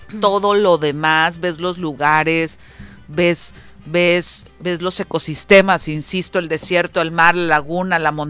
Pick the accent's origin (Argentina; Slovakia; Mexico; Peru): Mexico; Como somos los mexicanos.